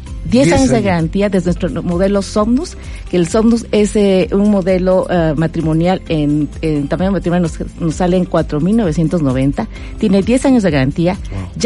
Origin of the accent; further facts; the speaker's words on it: Puebla, Mexico; y sobre todo de los poblanos, siendo una poblana de origen, hemos leído perfectamente la necesidad del cliente poblano